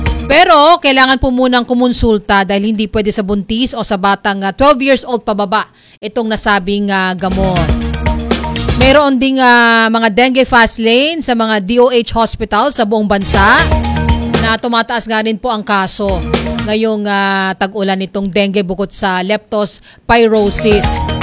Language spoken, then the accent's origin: Tagalog; Marikina, Metro Manila, Philippines; Dahil ako po, kung hindi nyo na itatanong, taga Marikina City ako, na ilang beses na rin naka-experience ng mga pagbaha dyan.